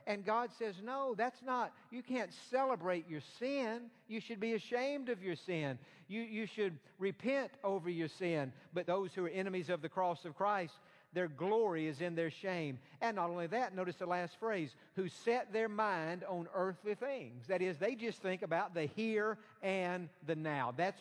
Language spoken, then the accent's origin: English; East Point, Georgia, United States